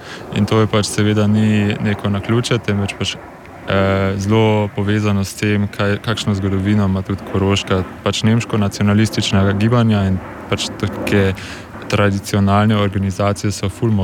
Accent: Bleiburg, Carinthia, Austria; Pač jaz sem iz Piberka in sem tam odraščal

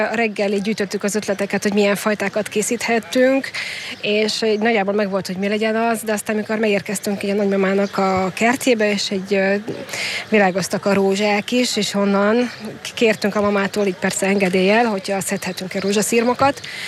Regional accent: Hungary; ez itt igazából ugye a gyermekkoromnak a része, itt nőttem fel

